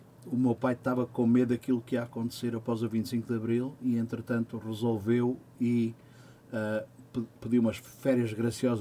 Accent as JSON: {"language": "Portuguese", "country": "Mozambique", "tie": "born or raised there", "also_born_or_lived": "South Africa", "moved": "yes", "said": "Portanto, fui onde era a nossa casa, onde eu cresci, onde era a casa dos meus pais."}